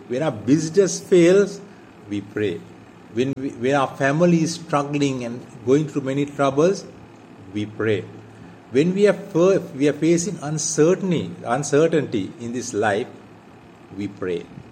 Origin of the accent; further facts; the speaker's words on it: Colombo, Western Province, Sri Lanka; I am from Sri Lanka. The congregation that I belong to is in Colombo, Sri Lanka.